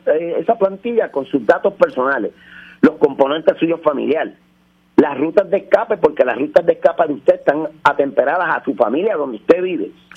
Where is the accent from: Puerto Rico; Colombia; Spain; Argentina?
Puerto Rico